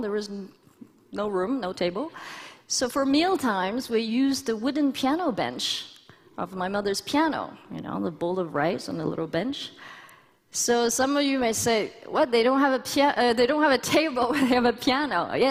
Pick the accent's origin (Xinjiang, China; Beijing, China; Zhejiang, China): Beijing, China; I'm from Beijing.